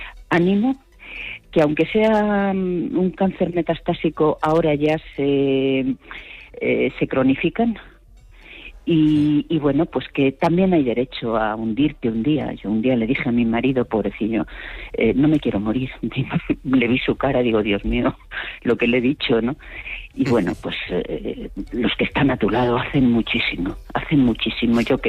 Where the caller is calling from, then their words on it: Collado Villalba, Community of Madrid, Spain; vivo en Villalba